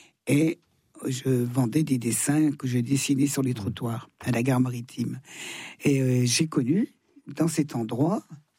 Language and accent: French; Thonon-les-Bains, Auvergne-Rhône-Alpes, France; un peu dans ma région, Rhône-Alpes. Je vais être à Annecy, je vais être à Thenon-les-Blains, ma ville natale, et Lons-le-Saunier.